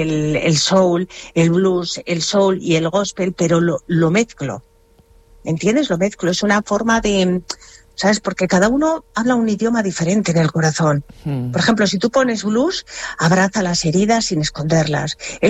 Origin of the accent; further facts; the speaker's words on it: Basque Country, Spain; moved away; es un homenaje a mis raíces vascas.